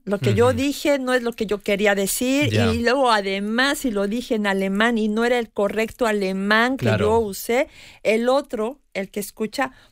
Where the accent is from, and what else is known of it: Mexico; first language Spanish; moved away